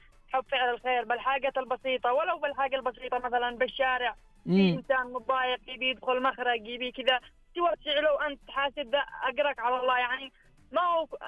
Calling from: Riyadh, Riyadh Province, Saudi Arabia; كلمك من الرياض أخوي.

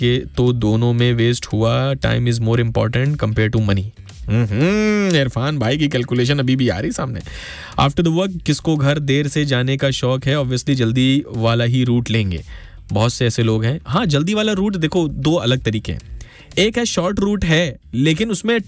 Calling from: Bahrain; अस्सलाम वालेकुम भाई, मैं बहरीन से हूँ और सुन रहा हूँ

